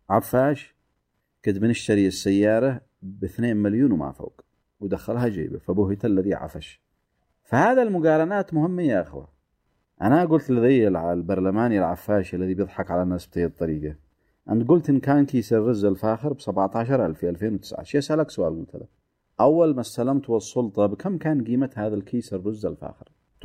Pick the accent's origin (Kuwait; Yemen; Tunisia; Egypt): Yemen; والأزمة عندنا في اليمن